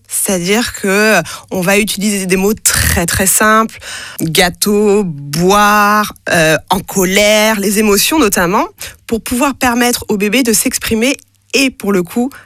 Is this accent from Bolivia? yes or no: no; France; first language French Sign Language; mes parents sont sourds-signants, donc ils parlent la langue des signes française, et donc c'est ma langue maternelle.